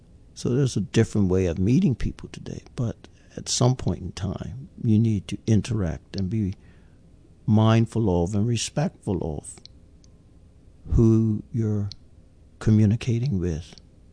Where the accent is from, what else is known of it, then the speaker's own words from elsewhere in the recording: Bermuda; 30, 40 years ago, growing up in Bermuda